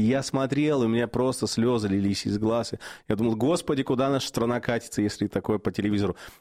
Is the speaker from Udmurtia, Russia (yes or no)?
yes; Izhevsk, Udmurtia, Russia; а я сижу это из Ижевска смотрю